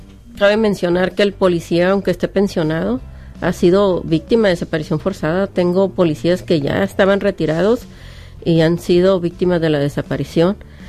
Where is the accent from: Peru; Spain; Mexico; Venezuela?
Mexico; Sinaloa; Como sinaloenses, como mexicanos, porque no es un problema a nivel nacional, no nomás aquí en Sinaloa. Vivimos con miedo alrededor de estos 2 años que tenemos con esta guerra.